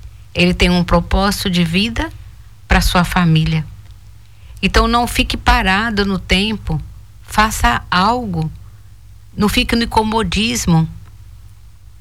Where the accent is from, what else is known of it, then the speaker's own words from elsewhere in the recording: Minas Gerais, Brazil; moved away; also born or lived in Frutal; nós somos de Minas Gerais, e eu morava na cidade de Frutal.